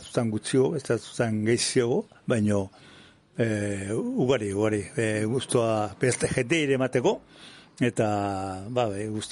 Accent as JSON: {"language": "Basque", "town": "Amezketa", "region": "Basque Country", "country": "Spain", "tie": "born or raised there", "said": "eta orduan, ba, gure herrin, amezketan, ni naizen herrin, anpolaie esatzen zaie."}